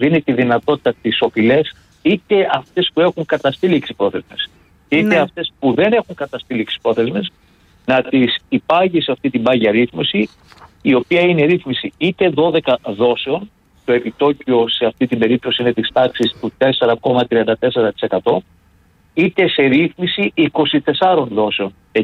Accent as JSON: {"language": "Greek", "town": "Spetses", "region": "Attica", "country": "Greece", "said": "Έχετε επαφή από τις Σπέτσες. Έχετε επαφή με το νησί μου."}